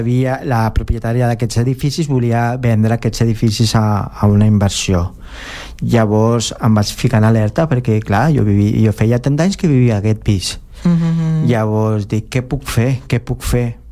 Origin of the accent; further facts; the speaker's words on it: Philippines; jo no sóc xino, jo sóc filipí